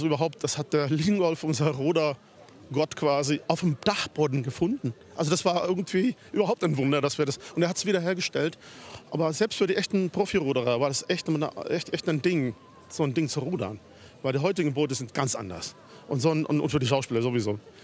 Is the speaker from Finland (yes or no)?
yes; Finland; Und man kommt da hin und denkt, ich komme ja aus Finnland, ne?